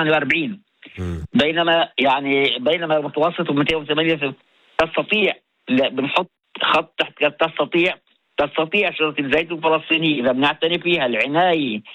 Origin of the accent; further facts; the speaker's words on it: Palestine; عندنا في فلسطين في منطقة طوباس